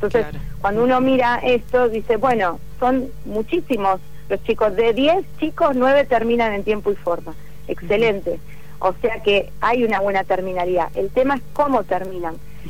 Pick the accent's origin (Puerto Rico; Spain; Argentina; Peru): Argentina; yo soy de Buenos Aires